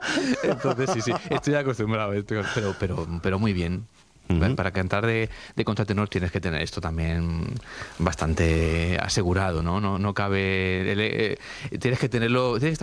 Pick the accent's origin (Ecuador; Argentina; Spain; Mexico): Spain; Region of Murcia; born there; also born or lived in Extremadura; Yo soy murciano de nacimiento, pero medio extremeño ya, realmente.